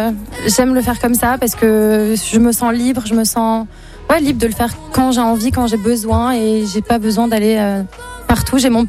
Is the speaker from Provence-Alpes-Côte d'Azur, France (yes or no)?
yes; Nice, Provence-Alpes-Côte d'Azur, France; je suis niçoise